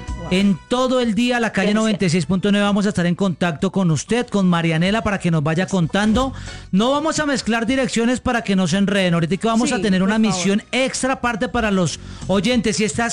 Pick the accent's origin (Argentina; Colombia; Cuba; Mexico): Colombia; se lo digo como colombiano.